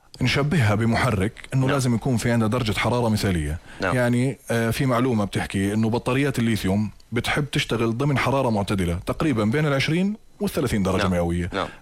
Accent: Jordan

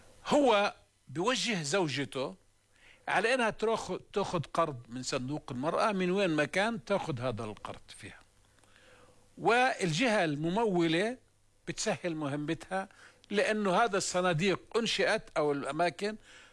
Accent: Jordan; نحن كأردنيين كمجتمع أردني

